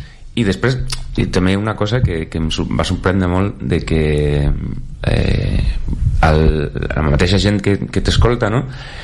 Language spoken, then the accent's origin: Catalan; Galicia, Spain